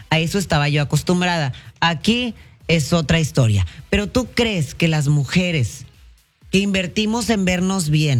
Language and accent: Spanish; Monterrey, Nuevo León, Mexico; also born or lived in California; Me crié en Monterrey. Después de que yo nací, decidieron regresar a México. Entonces, yo soy mexicana por mis papás y porque ahí me crié.